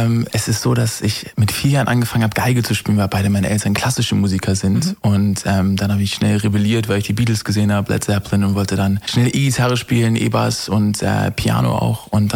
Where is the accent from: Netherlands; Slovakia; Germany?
Germany; Hamburg; ich komme aus Hamburg und bin heute um 4.09 Uhr im Zug gesessen auf den Weg nach München